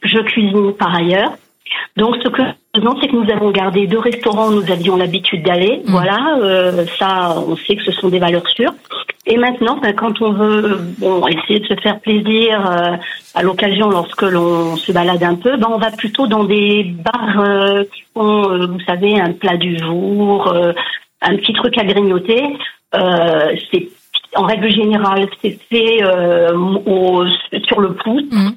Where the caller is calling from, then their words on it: Provence-Alpes-Côte d'Azur, France; Je vous appelle des Alpes-Maritimes, pas loin de Grasse.